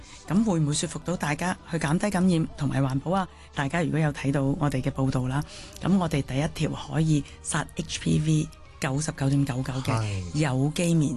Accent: Hong Kong

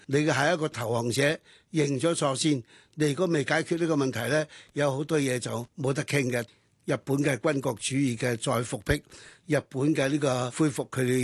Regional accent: Hong Kong; 我哋香港人挨咗3年8個月日本人嘅佔領嘅殘害

